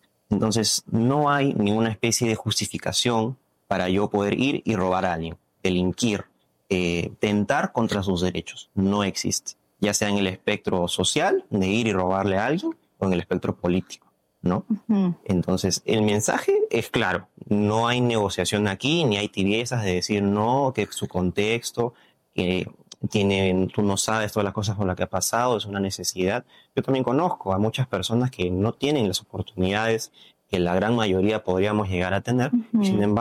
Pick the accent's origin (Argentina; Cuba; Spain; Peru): Peru